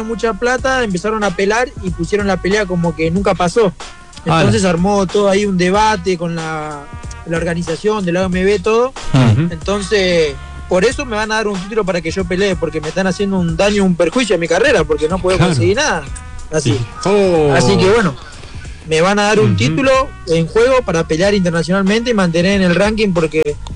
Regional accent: Los Polvorines, Buenos Aires Province, Argentina; yo tengo mi gimnasio de donde soy yo, de Polvorines

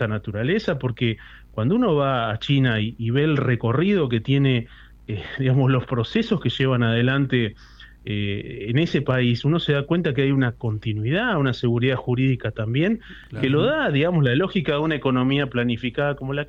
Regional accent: Tierra del Fuego, Argentina; en el caso nuestro, ¿no?, hablo de Tierra del Fuego

